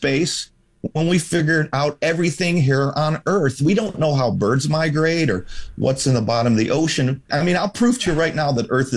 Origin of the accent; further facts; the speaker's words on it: Arizona, United States; I grew up in Arizona.